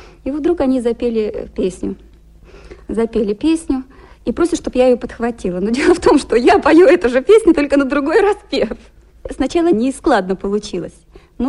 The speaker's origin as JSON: {"language": "Russian", "town": "Gorno-Altaysk", "region": "Altai Krai", "country": "Russia", "tie": "born there", "said": "Родилась я в Сибири, в Горно-Алтайске, на земле Василия Макаровича Шукшина."}